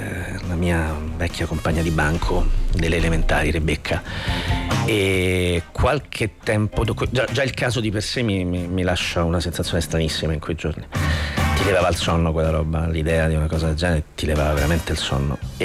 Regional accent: Rome, Lazio, Italy; Io sono di Ostia, questo non è un mistero, sono nato e cresciuto ad Ostia, che è una città nella città, è grande come Reggio Emilia, in quartiere, no, è grande come Reggio Emilia, quindi aveva un suo giornale, una sua TV.

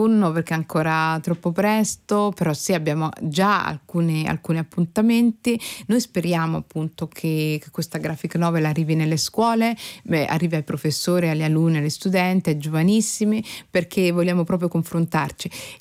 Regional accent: Somalia; ma penso anche al mio paese di origine, la Somalia, che tra tutte le colonie è quella più dimenticata e quella meno raccontata.

